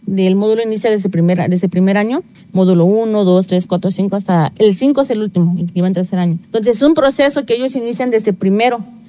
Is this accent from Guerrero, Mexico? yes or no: yes; Cochoapa, Guerrero, Mexico; soy originaria de Cochoapa, pero estoy trabajando aquí como docente en el Bachillerato Intercultural Plantel 08 Zapualpan.